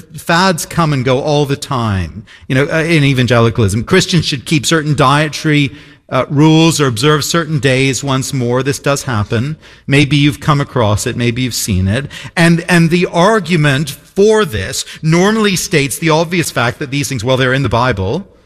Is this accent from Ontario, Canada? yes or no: yes; Toronto, Ontario, Canada; moved away; also born or lived in London; When I was a kid growing up in Toronto